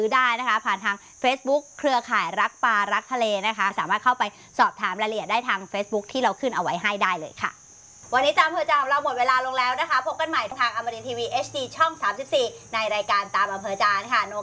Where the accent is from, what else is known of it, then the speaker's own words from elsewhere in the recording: Southern Thailand, Thailand; เราเป็นคนใต้